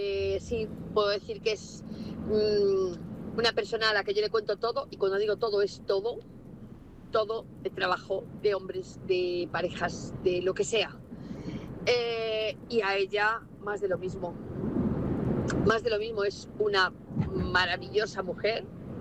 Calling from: Vigo, Galicia, Spain

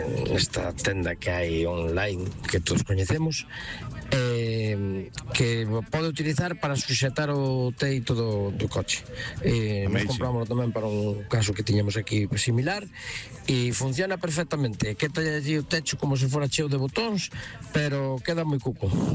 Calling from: A Estrada, Galicia, Spain; Buenos días … da Estrada.

